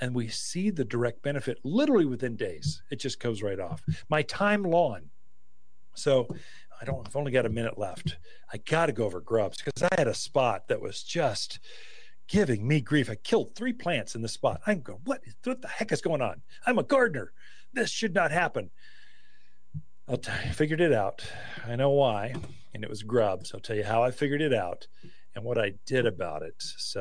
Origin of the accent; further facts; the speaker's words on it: United States; I am so American.